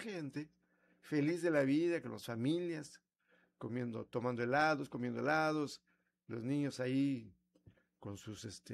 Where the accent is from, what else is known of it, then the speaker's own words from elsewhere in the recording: Puebla, Mexico; now in Tabasco, Mexico; yo vengo del estado de Puebla, donde hay unos riachuelitos